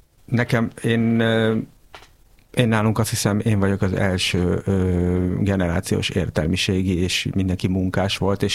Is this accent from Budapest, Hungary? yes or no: yes; Budapest, Hungary